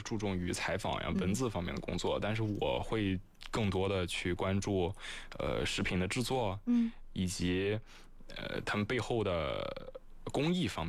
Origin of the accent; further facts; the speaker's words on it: Qingdao, Shandong, China; moved away as an adult; now in Hefei, China; 我来自山东青岛。